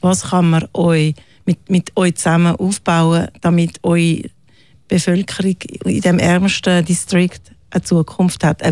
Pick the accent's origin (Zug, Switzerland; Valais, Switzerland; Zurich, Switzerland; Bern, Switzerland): Zurich, Switzerland; Höri; weil ich aufgewachsen bin in Hochfelden. Das ist gerade im Landeanflug von der Piste.